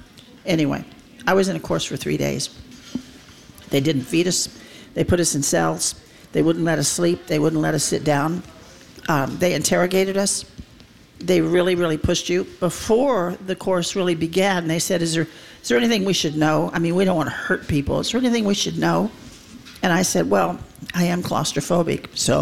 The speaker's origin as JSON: {"language": "English", "region": "Kansas", "country": "United States", "said": "I always laughed and said I was an escapee from Kansas."}